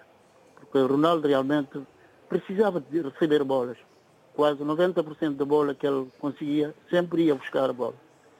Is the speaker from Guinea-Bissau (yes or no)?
yes; Guinea-Bissau; portanto eu não sou português, sou guinense, mas sentimos na pele porque nós somos da colónia portuguesa.